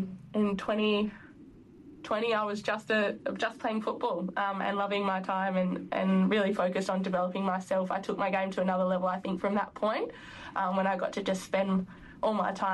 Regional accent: Northam, Western Australia, Australia; So, yeah, from the start, I guess I grew up country. So I grew up Northern Way in the Wheatbelt.

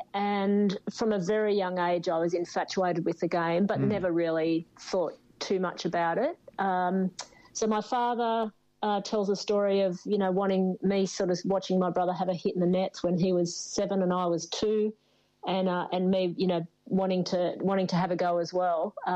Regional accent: Newcastle, New South Wales, Australia; Yeah, so growing up in Newcastle, there was probably two things around that time that were important.

